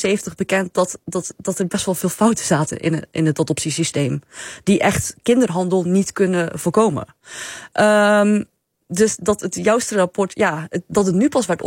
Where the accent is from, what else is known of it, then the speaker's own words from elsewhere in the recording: Zeeland, Netherlands; moved away as an adult; also born or lived in China; Ik vluchtte van Zeeland zo snel mogelijk naar Groningen en ik liet mijn vader daar alleen achter.